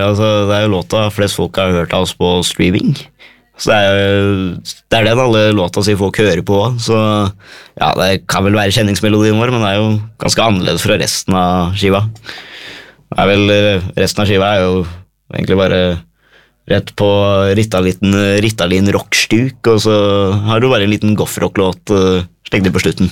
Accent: Oslo, Norway; accent: broad Oslo dialect; Nei, jeg gikk fra Østfold, jeg er fra Oslo.

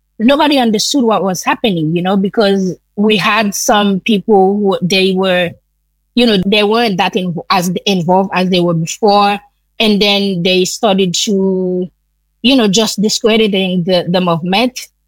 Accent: Jacmel, Sud-Est, Haiti; moved away as an adult; also born or lived in London; now in Puerto Rico; the road leading to Jacmel, my hometown

